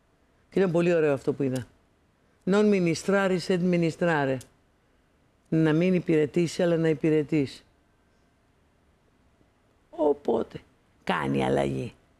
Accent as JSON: {"language": "Greek", "country": "Greece", "said": "Εγώ δεν αγαπάω την πατρίδα μου."}